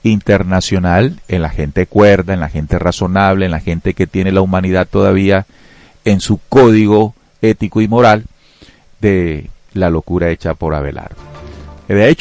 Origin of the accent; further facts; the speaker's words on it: Colombia; como pueblo colombiano, latinoamericano